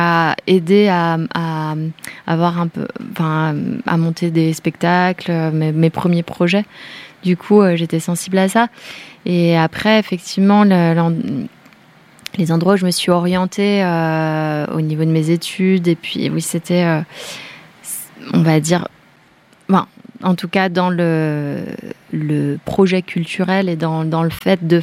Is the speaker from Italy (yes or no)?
no; Bourgogne-Franche-Comté, France; c'est le Haut-Jura, nous, on vient du Jura.